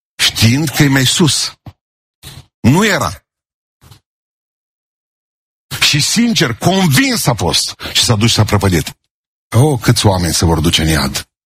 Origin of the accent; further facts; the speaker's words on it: Romania; Suntem vinovați și că suntem români